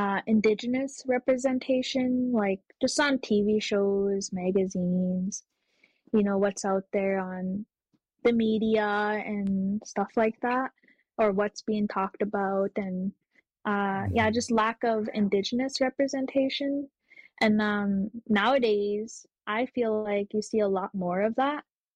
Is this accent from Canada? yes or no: yes; Wabasca, Alberta, Canada; also born or lived in Dillon, Saskatchewan; I'm from Wabasca, Alberta on my late father's side, and that's Woodlands Cree territory. And I'm from Dillon, Saskatchewan on my late mom's side, and that's Dene Sunkline territory.